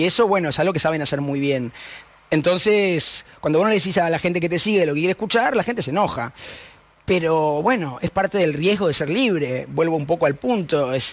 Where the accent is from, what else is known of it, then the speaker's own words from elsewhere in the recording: Uruguay; now in Argentina; siendo uruguayo, no podría llegar muy lejos.